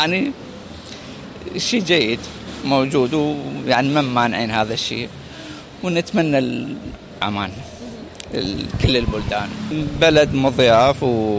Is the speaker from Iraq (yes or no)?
yes; Iraq; الناس يرحبون بيك يعني كعراقي، يعني محبة خاصة يعني تلمسها بهذا الشيء أكيد